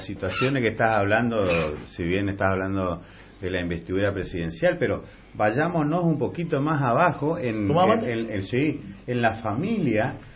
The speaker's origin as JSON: {"language": "Spanish", "town": "Puerto Vilelas", "region": "Chaco", "country": "Argentina", "said": "Nosotros venimos de Puerto Eva Perón, Puerto Vela."}